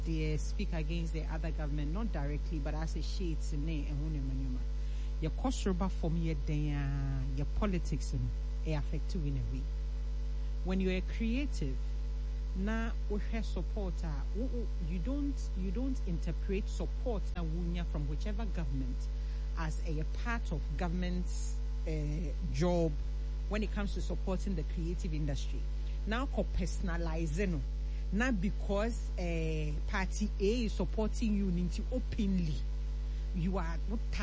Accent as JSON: {"language": "English", "country": "Ghana", "said": "I am just being a Ghanaian and I'm just sharing my thoughts."}